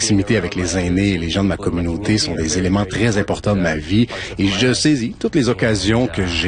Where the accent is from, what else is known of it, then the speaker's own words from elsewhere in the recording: Gesgapegiag, Quebec, Canada; now in Eastern Townships, Canada; Je viens de Gaskapégeak, mais nous appelons notre communauté Mala. En Mi'kmaq, Mala signifie chez nous. J'habite dans les cantons de l'Est depuis 10 ans avec mes enfants, mais je retourne à Gaskapégeak, à Mala